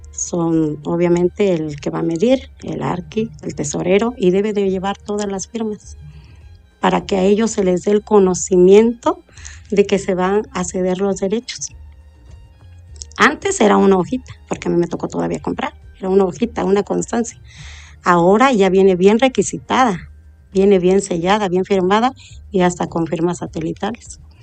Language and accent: Spanish; Acatlán, Mexico; born there; Yo soy de Acatlán. Yo nací aquí, tengo muchos años viviendo